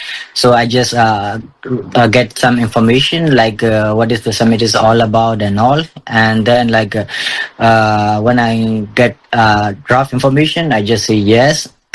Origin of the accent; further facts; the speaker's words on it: Myanmar; from Myanmar, and I've participated as a diaspora of India from Myanmar